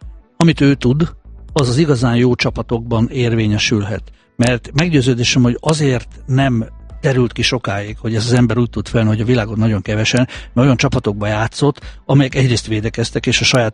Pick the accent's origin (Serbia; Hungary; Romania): Hungary; ültünk Athénba egy étteremben, és megtudták, hogy magyarok vagyunk